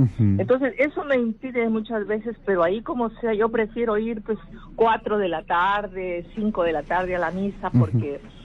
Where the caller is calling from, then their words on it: Piura, Peru; Desde Piura.